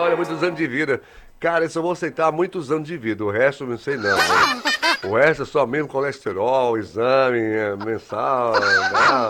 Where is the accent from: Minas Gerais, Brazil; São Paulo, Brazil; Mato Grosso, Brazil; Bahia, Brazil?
Bahia, Brazil; Salvador; Não, porque eu sou de Salvador.